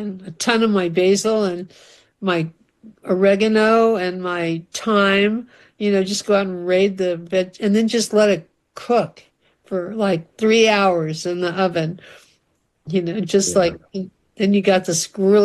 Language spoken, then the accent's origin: English; California, United States; I grew up in Central California